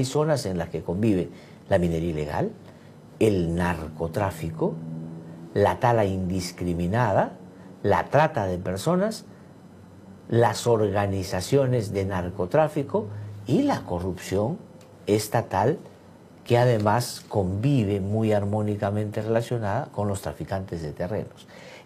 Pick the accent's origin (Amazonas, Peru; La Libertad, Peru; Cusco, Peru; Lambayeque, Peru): Amazonas, Peru; porque mi tierra Amazonas es el Perú